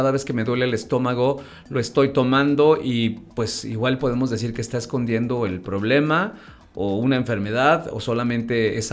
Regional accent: Mexico

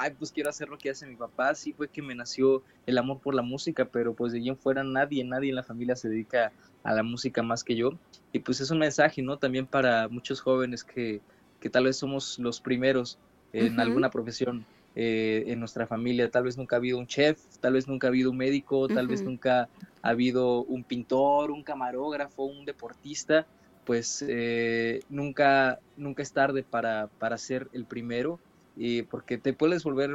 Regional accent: Tula de Allende, Hidalgo, Mexico; originario de Tula de Allende, la ciudad de los gigantes en el estado de Hidalgo.

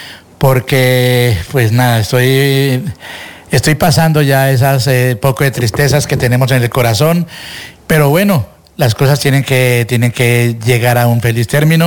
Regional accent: Tolima, Colombia; now in Spain; yo no soy caleño, soy del Tolima

